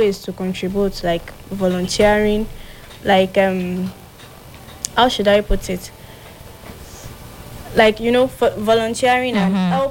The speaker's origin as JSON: {"language": "English", "country": "Nigeria", "said": "As a Nigerian youth"}